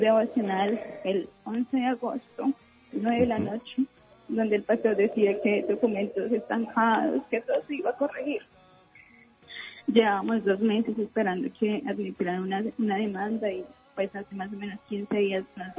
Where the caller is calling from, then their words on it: Neiva, Huila, Colombia; Estoy en Eiva.